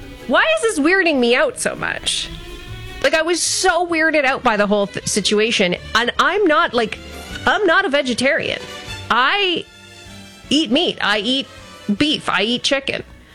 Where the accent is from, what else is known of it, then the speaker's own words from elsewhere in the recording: Ontario, Canada; because I grew up in Essex County, so, you know, Lake St. Clair would be our Great Lake.